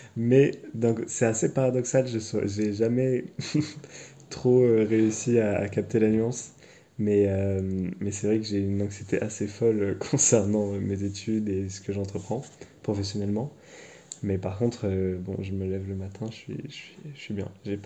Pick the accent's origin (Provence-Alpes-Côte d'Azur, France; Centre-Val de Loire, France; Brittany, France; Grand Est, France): Provence-Alpes-Côte d'Azur, France; Marseille; born there; moved away as an adult; now in Paris, France; Donc, je suis né à Marseille. J'ai pas tout le temps grandi à Marseille. J'y suis retourné au collège et au lycée. J'habitais chez mes deux grands-mères jusqu'à mes 10-12 ans, en gros.